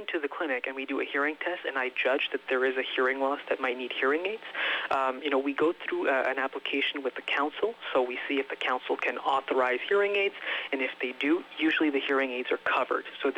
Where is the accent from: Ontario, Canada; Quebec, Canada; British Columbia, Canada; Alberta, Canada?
Quebec, Canada; Châteauguay; moved away as an adult; now in Cornwall, Canada; I'm actually from Quebec near Chateauguay, right next to Ganawage.